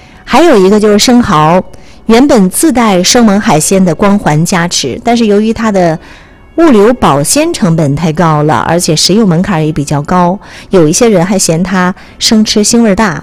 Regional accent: China; 在我们中国人的舌尖上

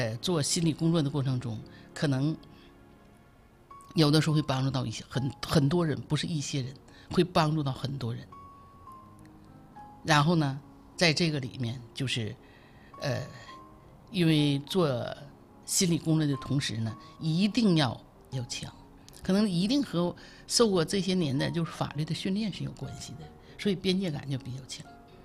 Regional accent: Jinzhou, Liaoning, China; 我就生在锦州嘛哈，那儿叫南大坝，

